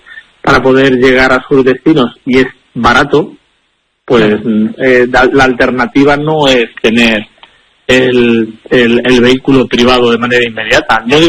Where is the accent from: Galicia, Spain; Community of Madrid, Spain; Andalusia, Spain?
Community of Madrid, Spain; Arganda del Rey; Yo soy del municipio de Madrid, de Arganda del Rey.